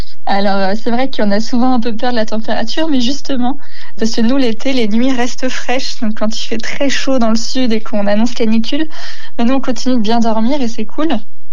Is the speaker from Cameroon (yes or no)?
no; Occitanie, France; Alors sur la route, parce qu'il y a très peu de voitures chez nous en Lozère, mais aussi c'est génial pour courir, pour marcher, et puis le lac pour nager.